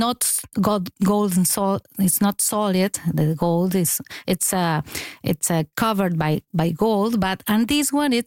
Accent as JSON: {"language": "English", "country": "Argentina", "moved": "yes", "lives_now": "Montreal, Canada", "said": "I come from Argentina."}